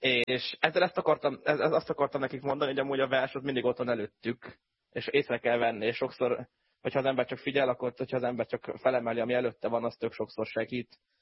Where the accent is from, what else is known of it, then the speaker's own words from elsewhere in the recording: Tolna, Hungary; moved away; de akár mint közel szekszárdiként, vagy szekszárdhoz közel ilyen élő emberként